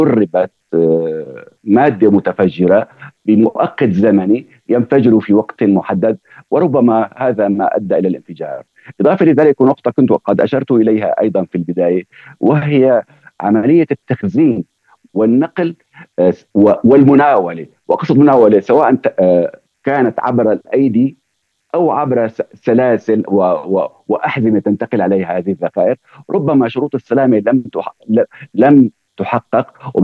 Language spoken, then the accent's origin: Arabic; Syria